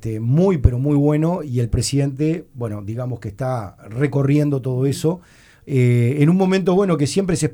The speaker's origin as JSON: {"language": "Spanish", "country": "Uruguay"}